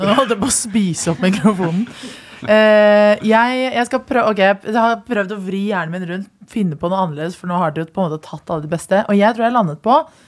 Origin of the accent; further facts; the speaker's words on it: Oslo, Norway; jeg er jo fra Oslo.